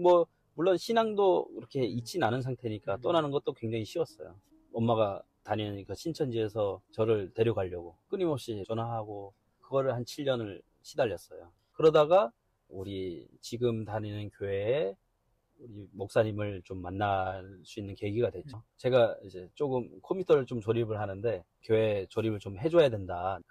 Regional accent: North Korea; also born or lived in China; now in South Korea; 그때가 98년도에 제가 탈북을 했으니까

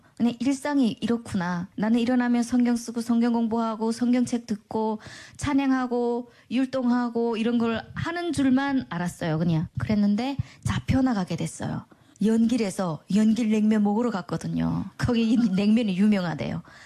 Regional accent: North Korea; moved away; 이게 너무 위험하구나, 우리 북한에서 왔고 하니까 그래서 위험하구나 해가지고 그 순간부터는 교회를 못 나갔어요.

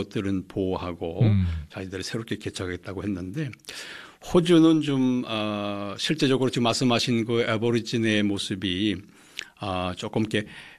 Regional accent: Gyeonggi Province, South Korea; moved away as an adult; also born or lived in Incheon / Ulsan; now in Australia; 저는 뭐 경기도였기 때문에

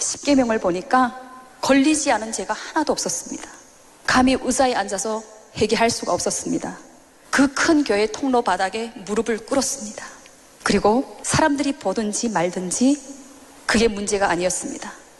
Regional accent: North Korea; 저도 같은 탈북민이고 또 칼에 찔렸던 그 탈북민 브로커는 저희 부모 형제를 탈북시켰던 브로커였기 때문에 저하고의 관계가 아주 좋았습니다.

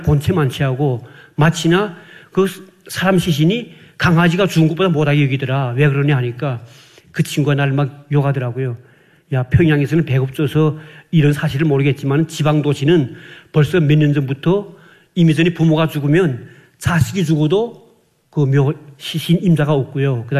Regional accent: Hyesan, Ryanggang, North Korea; 저희 그 해산시가 강 건너편, 압록강 건너편이 중국 그 장백현이라고

